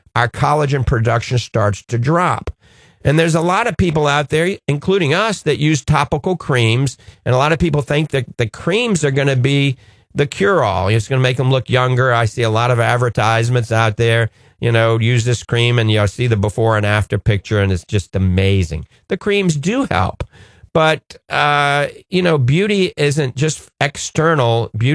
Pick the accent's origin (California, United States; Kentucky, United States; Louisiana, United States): Louisiana, United States; New Orleans; And I'm right behind you, and I'm from New Orleans as well.